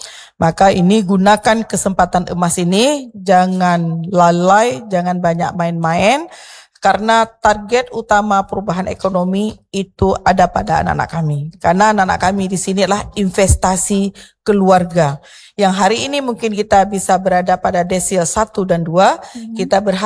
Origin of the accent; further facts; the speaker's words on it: Aceh, Indonesia; kita Aceh Besar